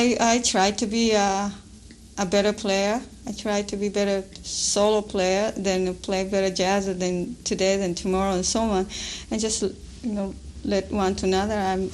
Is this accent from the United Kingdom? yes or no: no; Japan; also born or lived in Manchuria; I was born in Manchuria, and my parents, we all have to move back to Japan after the World War II because Japan lost the war.